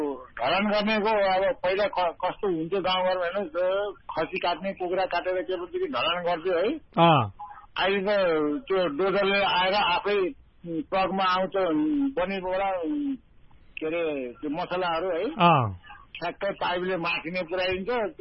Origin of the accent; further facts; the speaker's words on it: Nepalgunj, Lumbini Province, Nepal; also born or lived in Syangja / Pokhara; now in Bagmara, Nepal; बाल्यकाल नेपालगञ्ज खजुरा बाँकी म मेरो बाल्यकालले जवानी नै हुर्कियो. अहिले यो पेन्टिङ जगतमा म यहाँ पोखरामा बसेको, अमरसिंहमा बसेको पहिला, अहिले चाहिँ म बागमारामा